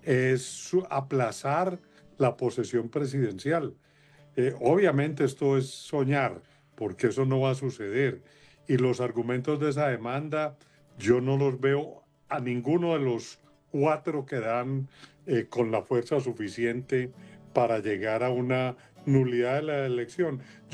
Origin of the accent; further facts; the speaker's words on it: Colombia; Y mire usted cómo somos los colombianos los que ya deberíamos haber superado esa discusión